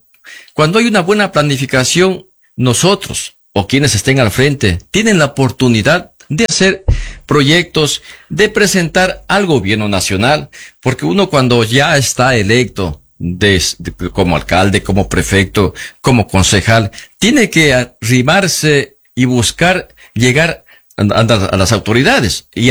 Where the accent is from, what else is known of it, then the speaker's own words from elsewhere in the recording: Los Encuentros, Zamora-Chinchipe, Ecuador; yo soy de Los Encuentros, tengo una propiedad acá